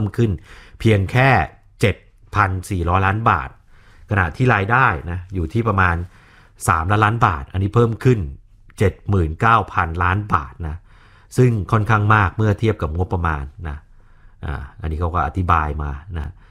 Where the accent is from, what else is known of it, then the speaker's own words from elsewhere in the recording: Nonthaburi, Thailand; ผมทะเบียนบ้านผมอยู่นนทบุรีเป็นเด็กต่างจังหวัดอยู่ปริมณฑลนะ